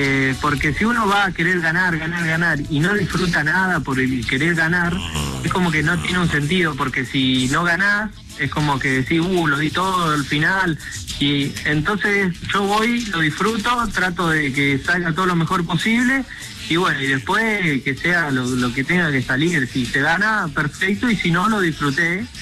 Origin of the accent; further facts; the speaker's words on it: Argentina; como somos los argentinos